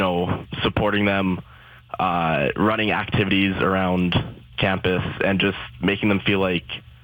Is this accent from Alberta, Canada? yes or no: yes; Calgary, Alberta, Canada; I'm originally from Calgary, Alberta.